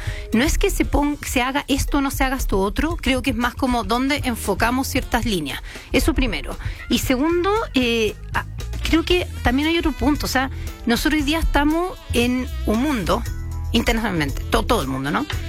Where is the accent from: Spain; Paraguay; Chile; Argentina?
Chile; Y el foco se pone en lo que somos como chilenos y lo que es Chile.